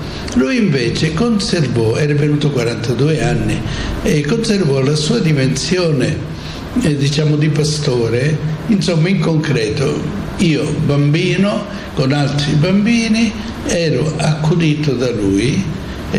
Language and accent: Italian; Santa Severina, Calabria, Italy; perché da bambino sono cresciuto a Santa Severina.